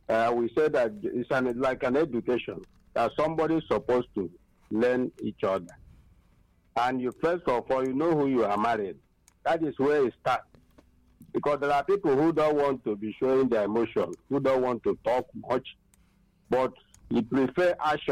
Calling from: Enugu, Enugu State, Nigeria; I'm from Enugu here.

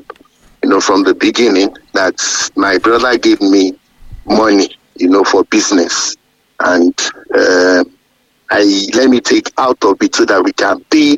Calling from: Ibadan, Oyo, Nigeria; I'm calling you from Ibadan.

